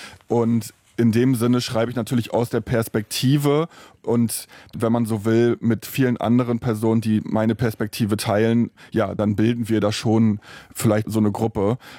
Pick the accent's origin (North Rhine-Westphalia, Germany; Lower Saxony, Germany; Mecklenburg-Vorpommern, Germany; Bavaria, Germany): Mecklenburg-Vorpommern, Germany; Stralsund; alleine die Leute in den Altstadt in Stralsund, in der Stadt, wo ich aufgewachsen bin, die haben andere Sachen erlebt.